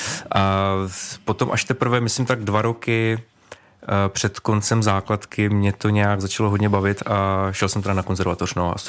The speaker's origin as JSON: {"language": "Czech", "town": "Hradec Králové", "region": "Hradec Králové Region", "country": "Czechia", "said": "já jsem z Hradce Králové, takže já"}